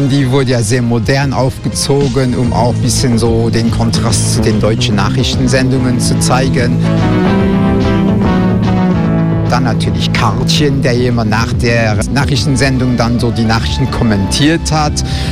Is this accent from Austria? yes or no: no; Luxembourg; als Luxemburger